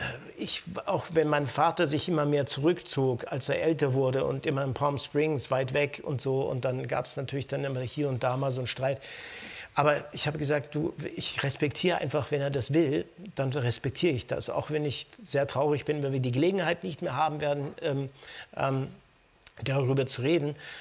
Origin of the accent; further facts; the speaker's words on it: Lugano, Ticino, Switzerland; Also meine Mutter, die jetzt gerade in Lugano, wir sind ja aus Lugano, aus dem Ticino, und mein Onkel und so, die leben da unten